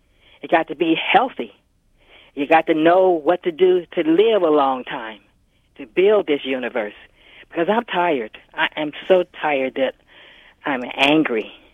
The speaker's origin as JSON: {"language": "English", "town": "Montgomery", "region": "Alabama", "country": "United States", "tie": "born or raised there", "said": "I grew up in Jim Crow, Montgomery, Alabama."}